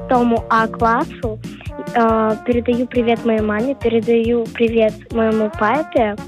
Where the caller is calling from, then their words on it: Zvenigorod, Moscow Oblast, Russia; Из Звенигорода.